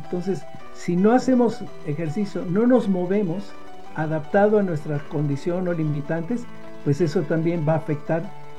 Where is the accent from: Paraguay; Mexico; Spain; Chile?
Mexico